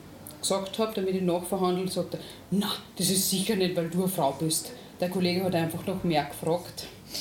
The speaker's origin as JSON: {"language": "German", "region": "Upper Austria", "country": "Austria", "moved": "yes"}